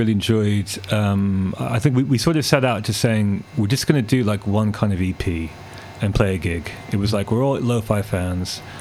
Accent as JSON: {"language": "English", "town": "Bath", "region": "South West England", "country": "United Kingdom", "said": "I'm from Bath"}